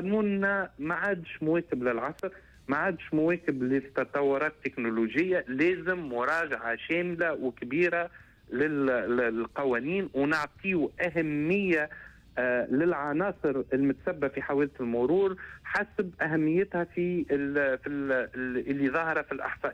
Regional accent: Tunisia

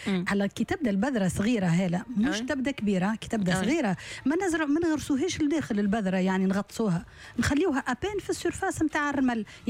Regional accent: Tunisia; عندنا في تونس.

